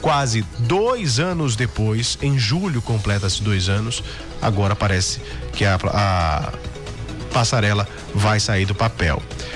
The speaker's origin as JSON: {"language": "Portuguese", "country": "Brazil"}